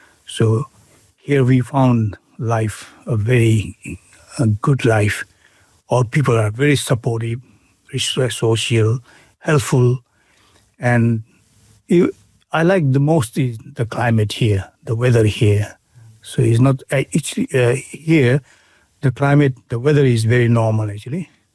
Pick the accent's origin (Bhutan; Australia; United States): Bhutan; English is a second language; moved away as an adult; also born or lived in Nepal; now in Nelson, New Zealand; I was born in Bhutan, and got married in Bhutan. I had children in Bhutan.